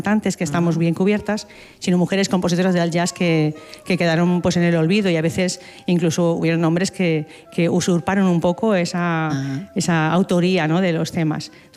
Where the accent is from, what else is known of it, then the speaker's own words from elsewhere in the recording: L'Olleria, Valencian Community, Spain; soy muy pues, de mi pueblo, de Lollería